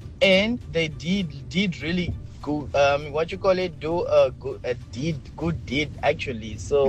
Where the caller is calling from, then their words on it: Western Cape, South Africa; I'm from Western Cape.